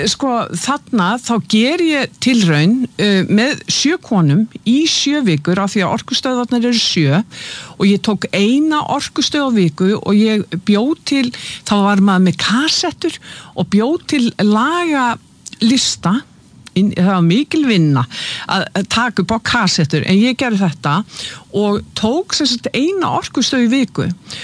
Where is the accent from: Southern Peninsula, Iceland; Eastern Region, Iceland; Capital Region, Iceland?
Southern Peninsula, Iceland; Keflavik; Ég fætt 1961, þannig að þegar ég að alast upp og sem unglingur og þegar við vorum krakkar, ég fætt og uppalinn í Keflavík í Bíllabænum